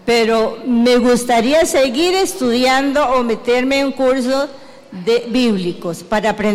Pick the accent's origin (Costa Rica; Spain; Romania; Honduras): Costa Rica; Heredia; la que dice Heredia por media calle con Cristian Ortiz, ¿verdad? Vengo de Heredia.